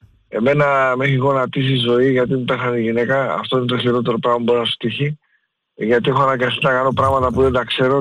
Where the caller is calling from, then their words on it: Galatsi, Attica, Greece; είμαι από Γαλάτσι.